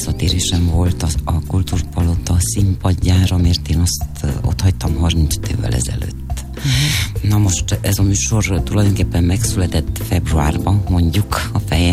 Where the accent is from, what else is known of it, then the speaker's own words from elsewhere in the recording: Transylvania, Romania; Van ilyen nekem, otthon Erdélyben van.